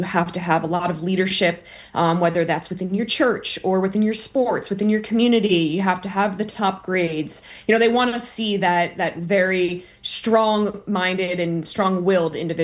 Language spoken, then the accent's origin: English; New Jersey, United States; I grew up in New Jersey